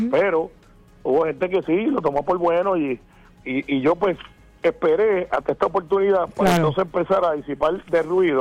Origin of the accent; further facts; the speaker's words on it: Puerto Rico; al igual que muchos puertorriqueños